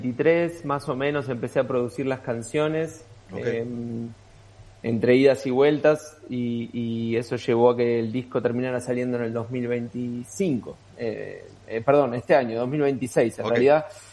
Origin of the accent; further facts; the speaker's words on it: Buenos Aires, Argentina; moved away as an adult; now in Santiago, Chile; de Buenos Aires, de capital. Y hace 6 años que vivo en Santiago de Chile.